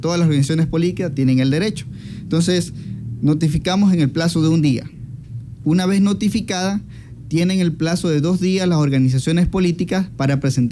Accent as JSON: {"language": "Spanish", "country": "Ecuador"}